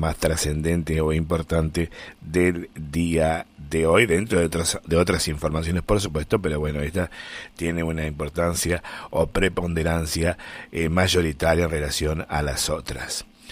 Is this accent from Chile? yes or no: no; Argentina